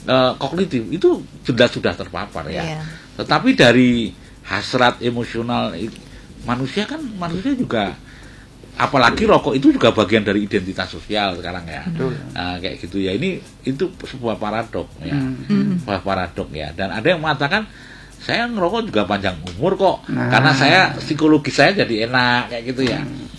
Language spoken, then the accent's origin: Indonesian; Yogyakarta, Special Region of Yogyakarta, Indonesia; identitas budaya kita sebagai orang Jogja